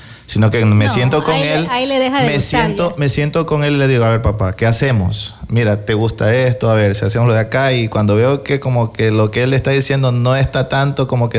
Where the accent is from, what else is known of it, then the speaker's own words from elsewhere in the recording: Quevedo, Los Ríos, Ecuador; Soy quevedeño, soy de Quevedo y soy de Quevedo.